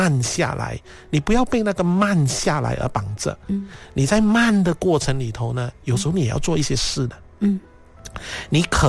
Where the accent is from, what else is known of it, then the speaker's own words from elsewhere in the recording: Guangdong, China; first language Cantonese; 用自己的母语，可能你是福建话的，我是广东话的